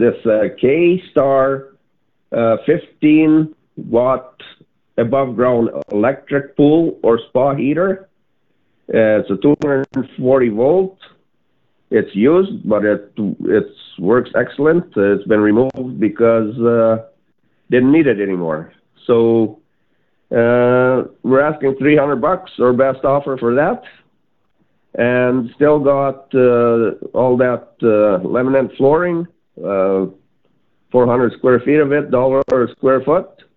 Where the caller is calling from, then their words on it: Selkirk, Manitoba, Canada; I'm calling from Selkirk.